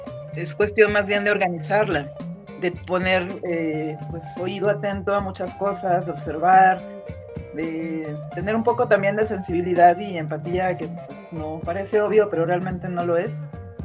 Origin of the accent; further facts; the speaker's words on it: Torreón, Coahuila, Mexico; moved away as an adult; now in Mexico City, Mexico; soy de Torreón, Coahuila, pero vivo en la Ciudad de México desde hace casi 20 años